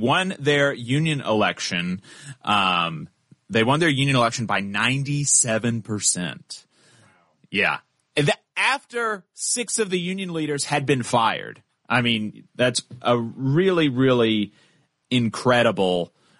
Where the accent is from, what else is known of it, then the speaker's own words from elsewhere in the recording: the South, United States; I mean, I'm from the South. We're broadcasting all over the place right now, but, I'm in the South.